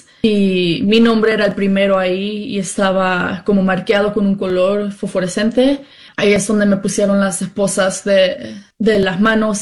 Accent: United States; Me considero americana porque toda mi vida he estado acá, la cultura, el lenguaje, mi educación. Llegué con una visa de turista.

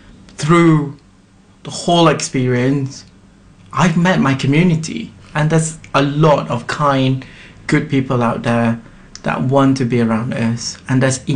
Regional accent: Malaysia; now in London, United Kingdom; I don't have to choose between being British or being a Malaysian.

